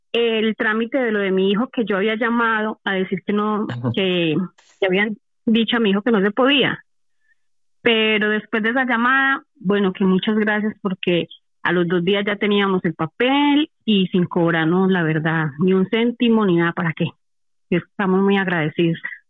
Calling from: San Sebastián de los Reyes, Community of Madrid, Spain; de San Sebastián de los Reyes.

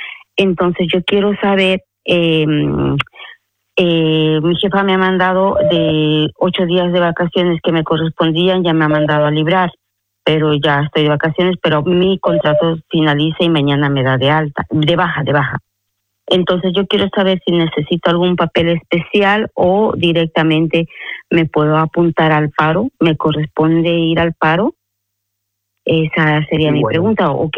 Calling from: Madrid, Community of Madrid, Spain; hablo de Madrid.

